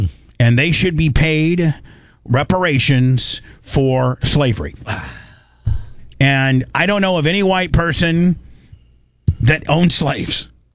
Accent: Indiana, United States; I'm from Indiana, slavery was never illegal in Indiana.

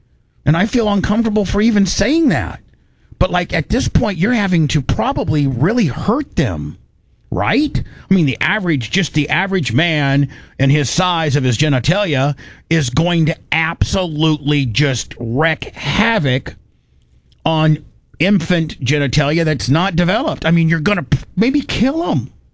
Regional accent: Louisiana, United States; I'm from Louisiana. I thought they were messed up, but man, this is crazy.

